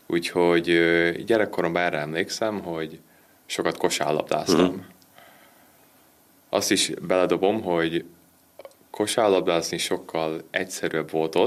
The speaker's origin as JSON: {"language": "Hungarian", "town": "Paris", "region": "Ontario", "country": "Canada", "tie": "born or raised there", "moved": "as an adult", "lives_now": "Hungary", "said": "az a tartomány volt, és ott többnyire angolul beszélnek. Úgyhogy mi ott laktunk, Torontótól egy óra, ahol felnőttem, egy kisebb falu. A kisebb falu az 15 ezer ember."}